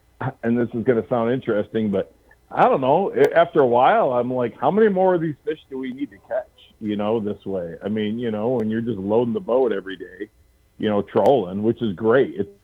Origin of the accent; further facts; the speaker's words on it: North Muskegon, Michigan, United States; I grew up on the Great Lakes, right? I grew up in Lake Michigan, out of North Muskegon, and, you know, on the big water with my dad